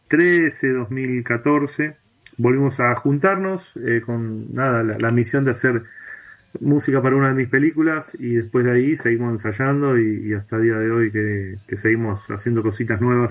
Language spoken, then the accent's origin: Spanish; Ramos Mejía, Buenos Aires Province, Argentina; born there; nosotros somos una más de Ramón Mejía, en el oeste de Buenos Aires